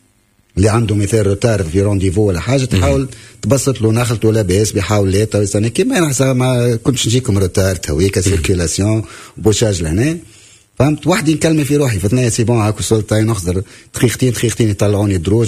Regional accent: Tunisia; احنا توانسة

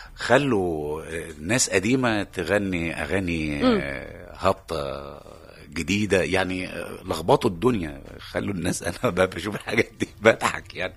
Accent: Egypt; عندنا في مصر

